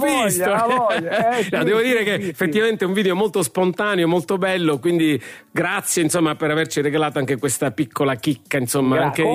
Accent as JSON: {"language": "Italian", "town": "Milan", "region": "Lombardy", "country": "Italy", "said": "vabbè, però devo dirti, da milanese, cioè col napoletano te la cavi piuttosto bene"}